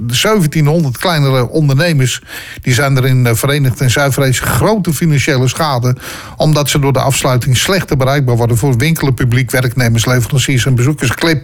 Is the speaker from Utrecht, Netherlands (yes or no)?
yes; Utrecht, Netherlands; Dat hebben wij zelf verkozen als Utrechters.